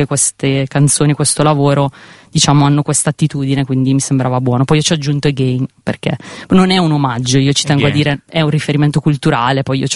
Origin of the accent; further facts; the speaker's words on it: Brescia, Lombardy, Italy; moved away as an adult; now in Bologna, Italy; io sono originaria di Brescia